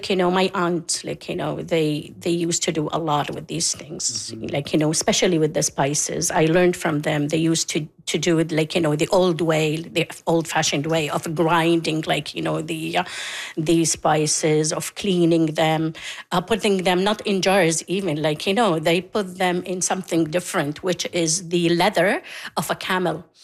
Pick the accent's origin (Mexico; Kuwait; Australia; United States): Kuwait; moved away; That was back in my home country, Kuwait.